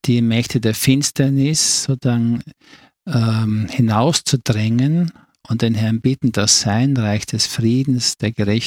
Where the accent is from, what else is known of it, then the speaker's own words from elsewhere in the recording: Vorarlberg, Austria; ich war zu Hause in meiner Heimat und bin ein Vorarlberger